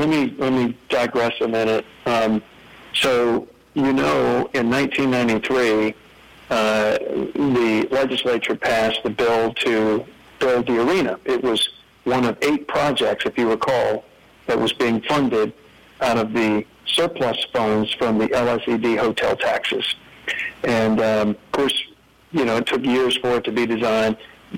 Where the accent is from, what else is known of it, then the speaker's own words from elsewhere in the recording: Shreveport, Louisiana, United States; I grew up in Shreveport. I went to Woodlawn High School